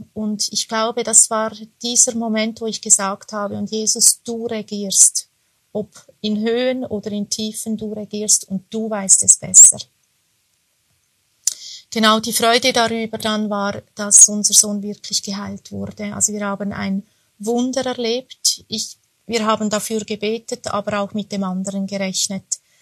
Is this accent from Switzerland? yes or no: yes; Switzerland; accent: Swiss; ich komme aus der Schweiz, was unschwer zu erkennen ist an meiner Aussprache.